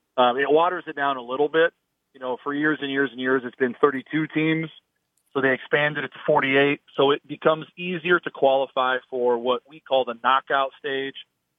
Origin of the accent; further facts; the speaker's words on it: United States; as an American sports fan, soccer fan